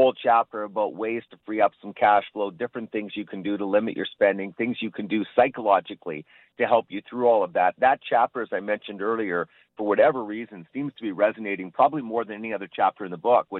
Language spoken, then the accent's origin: English; Canada; Obviously, I'm Canadian, and we're selling it through Canadian distribution only.